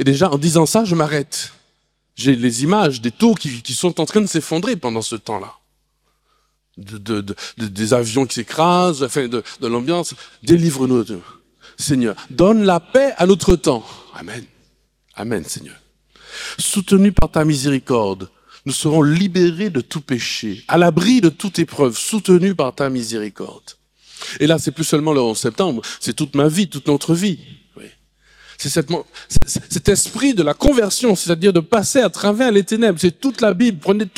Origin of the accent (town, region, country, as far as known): Martinique, France